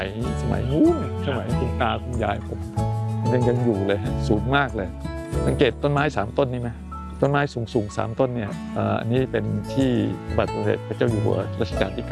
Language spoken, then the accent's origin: Thai; Lang Suan, Chumphon, Thailand; born there; ผมเกิดที่อำเภอหลังสวนจังหวัดชุมพรนี่แหละครับก็คือชาวสวนถึงแม้ว่าคุณแม่คุณพ่อคุณแม่เป็นครูแต่ว่าก็ทำสวน